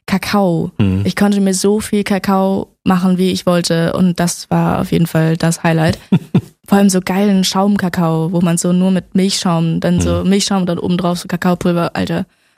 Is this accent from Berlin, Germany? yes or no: yes; Berlin, Germany; also born or lived in Männedorf, Switzerland; ich komme aus Berlin